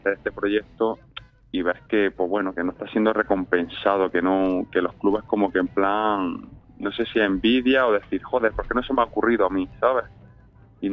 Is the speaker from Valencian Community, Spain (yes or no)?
no; Níjar, Andalusia, Spain; yo soy de Níjar